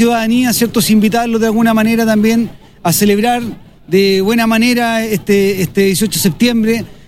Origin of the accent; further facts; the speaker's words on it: Chile; nos llenan de orgullo como chilenos